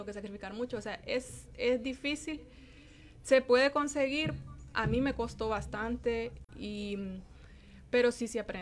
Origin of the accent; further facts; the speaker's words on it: Colón, Honduras; moved away as an adult; now in Tegucigalpa, Honduras; Colón. Y ya de Colón yo me vine a Tegucigalpa a estudiar la universidad. Entonces yo ahora digo, soy más de Tegus porque yo me vine en el 2006 a estudiar.